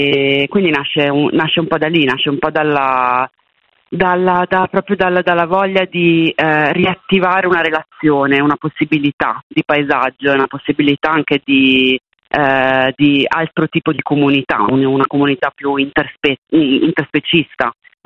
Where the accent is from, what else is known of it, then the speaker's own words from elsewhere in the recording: Milan, Lombardy, Italy; io sono milanese